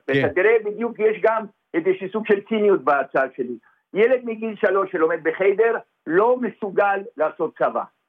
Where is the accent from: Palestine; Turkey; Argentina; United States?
Argentina; accent: Argentine; Hebrew is a second language; now in Israel; כיהודי גלותי, וכפי שאתה שומע, אני... ארגנטינאי.